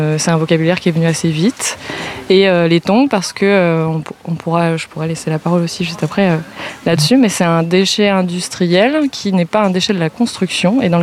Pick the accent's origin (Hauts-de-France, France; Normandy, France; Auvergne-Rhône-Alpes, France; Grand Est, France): Grand Est, France; now in Nantes, France